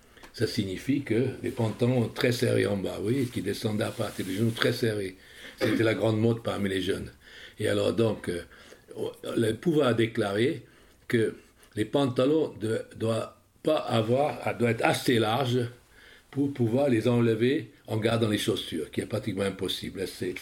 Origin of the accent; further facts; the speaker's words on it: Hungary; moved away as an adult; now in France; j'ai 81 ans et je vis en France depuis 1963. Et j'étais réfugié politique. Hein. Donc, je suis d'origine hongroise.